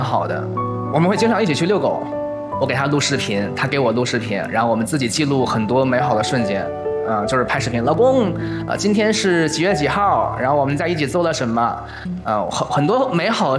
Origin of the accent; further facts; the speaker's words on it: Beijing, China; 在北京的海淀，就是三环边上买了套房，包括我从小的上学也是在那个区域